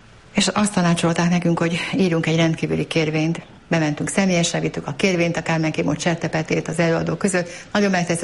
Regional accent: Budapest, Hungary; born there; a János kórházba, oda, ahol én is születtem valamikor.

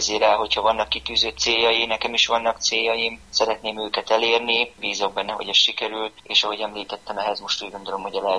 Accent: Karcag, Jász-Nagykun-Szolnok, Hungary; amikor még a Ferencváros is játszott karcagon, én akkor labdaszedő voltam, tehát én ebbe a közegben nőttem fel, akkor nagyon nagy futballőrület volt karcagon

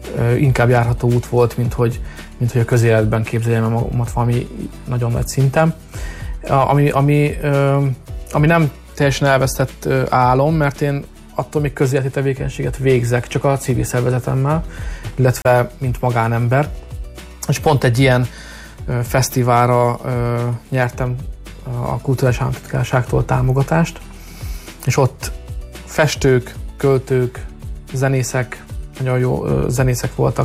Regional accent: Ajka, Veszprém County, Hungary; Az, hogy én egy kisfaluból származom Ajka mellől, ami Ajkával egy települést alkot. Hát én Ajkainak mondom magam, de igazából Padrakúti vagyok, szóval ez egy kis falu Ajka mellett, egy hát 3000 fős falu, azért annyira nem kicsi, de egy kis falu.

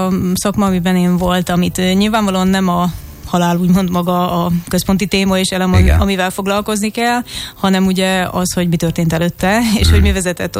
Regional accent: Hungary; born there; moved away as an adult; now in Budapest, Hungary; Én magam is egyébként vidéken, tehát a szülővárosomban kezdtem a szakmámat, és később kerültem fel nagyjából egy év múlva Budapestre

